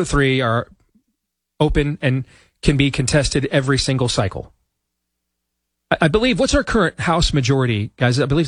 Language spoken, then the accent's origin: English; Iowa, United States; born there; my home state